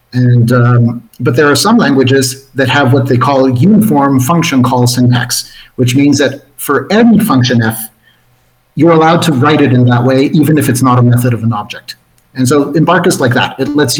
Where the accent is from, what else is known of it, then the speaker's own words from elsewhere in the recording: Mexico City, Mexico; born there; English is a second language; also born or lived in Toronto, Canada; Yeah, I'm a native Mexican. I grew up here in Mexico City. Well, that's partially true. I also grew up partly in Toronto, Canada, which is where I learned English.